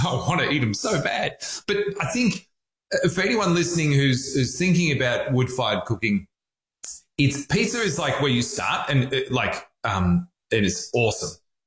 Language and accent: English; Australia; accent: Australian